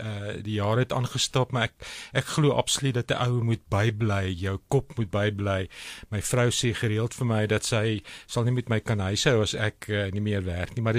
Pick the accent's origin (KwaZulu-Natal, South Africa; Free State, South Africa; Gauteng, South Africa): Gauteng, South Africa; Kempton Park; Ek is in Kempton Park. Ek het in Kempton Park groot geword.